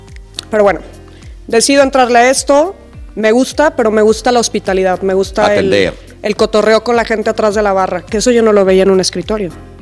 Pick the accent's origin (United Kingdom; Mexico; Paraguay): Mexico; San Miguel el Alto, Jalisco; yo nací y crecí en los Altos de Jalisco, en otro San Miguel, San Miguel el Alto.